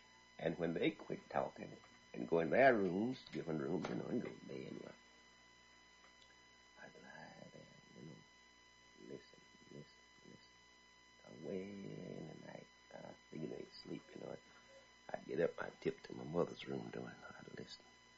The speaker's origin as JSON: {"language": "English", "town": "Avalon", "region": "Mississippi", "country": "United States", "tie": "born or raised there", "also_born_or_lived": "Tioc", "said": "a little place they call Tioc, Mississippi. And they brought me up to Avalon when I was just a baby. I grew up in Avalon."}